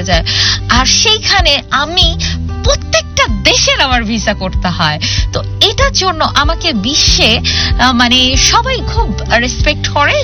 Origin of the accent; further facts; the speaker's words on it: Bangladesh; আমি একজন বাংলাদেশি হিসেবে করেছি, আমি প্রথমে একজন বাংলাদেশি তারপর হচ্ছে আমার জেন্ডার